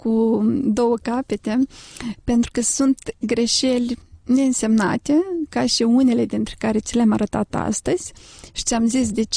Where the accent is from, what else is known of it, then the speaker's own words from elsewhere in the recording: Moldova; Noi am participat în acest proiect 7 femei din Republica Moldova